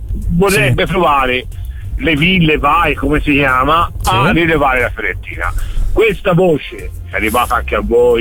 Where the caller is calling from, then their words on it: Tuscany, Italy; Io sono nel Mugello.